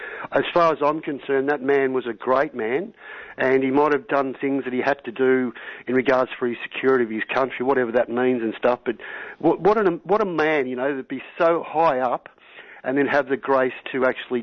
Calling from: Australia; I am, you know, an 8th generation Australian where my forefathers built and fought in wars

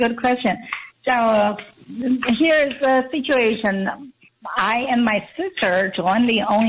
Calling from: Capitola, California, United States; from Capitola.

